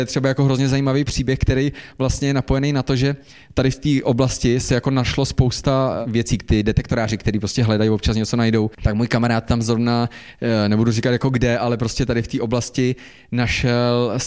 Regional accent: Plzeň Region, Czechia; já sice jsem ze Šumavy, ale já znám spíš tu západní část tady u nás okolo Železnorucka, Modrava, Kvilda a takhle

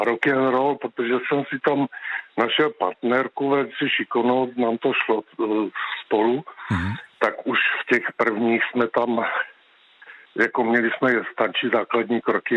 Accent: Brno, South Moravian Region, Czechia; moved away as an adult; now in Jedovnice, Czech Republic; já jsem původem Brňák, teď bydlím v Jedovnicích, kousek od Brna. Nicméně do školy jsem chodil v Brně a na gymnázium

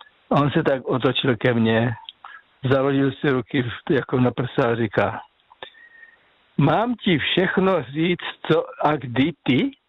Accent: Slovakia; moje stařenka z Jižní, jako já pocházím ze Slovenska, tam se říká stařenka, ne babička.

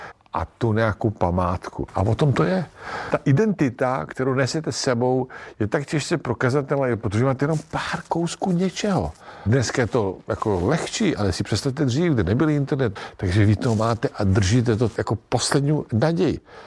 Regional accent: Serbia; Czech is a second language; moved away as an adult; now in Prague, Czech Republic; já jsem hrdý na to, že jsem Srb, a stejně jsem hrdý, že mám české občanství.

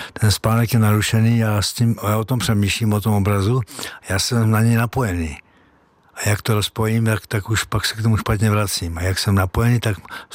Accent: Moravský Žižkov, South Moravian Region, Czechia; moved away; Já pocházím také ze Slovácka, z Moravského Žižkova, z Vinařské obce

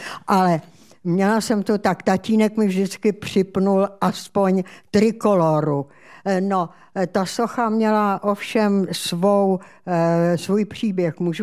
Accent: Plzeň, Plzeň Region, Czechia; jako dítě jsem se narodila v Plzni

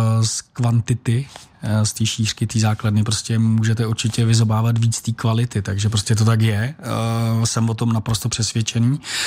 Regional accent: South Bohemian Region, Czechia; já jsem rád, že u nás v Jižních Čechách se daří, že prostě přicházejí mladí, noví do vedení klubů

